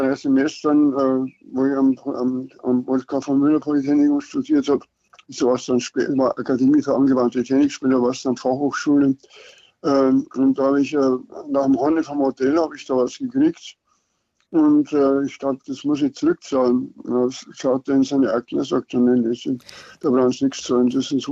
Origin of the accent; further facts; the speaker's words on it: Bavaria, Germany; der war noch etwas anständiger als ich als Niederbayer